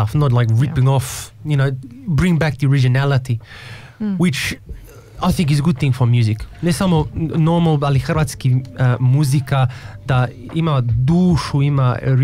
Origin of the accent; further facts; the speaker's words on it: Sydney, New South Wales, Australia; born there; I was born in Australia, not Croatia. First generation, I was born in Ashfield.